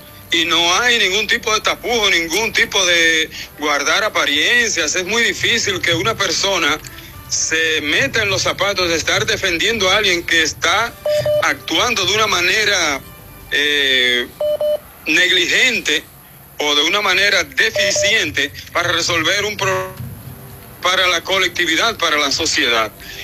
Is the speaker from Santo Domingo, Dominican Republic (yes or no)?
no; San Pedro de Macorís, Dominican Republic; now in Puerto Rico; de mi país, de mi pueblo, San Pedro de Macorís